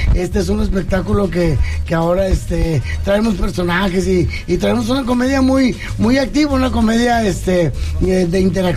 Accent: Chile; Oye, muy contento de estar pisando mi tierra

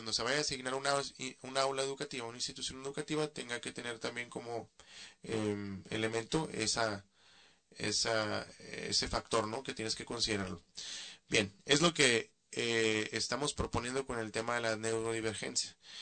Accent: Baja California, Mexico; los bajacalifornianos estamos buscando

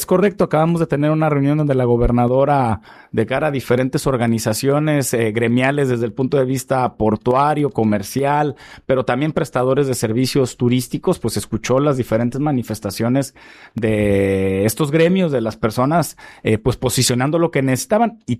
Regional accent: Manzanillo, Colima, Mexico; El tema es que la ciudad funcione mejor para los manzanillenses, que funcione mejor para nosotros y nuestras familias.

